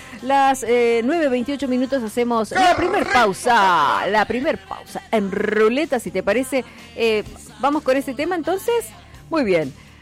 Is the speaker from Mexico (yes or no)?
no; Argentina; por más que somos argentinos, en el país vecino, nos dicen los che.